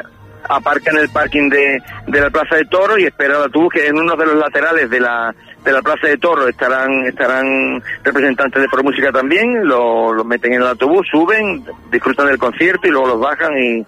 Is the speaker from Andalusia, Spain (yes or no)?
yes; Málaga, Andalusia, Spain; en Málaga, en la ciudad de nuestra y de nuestros chicos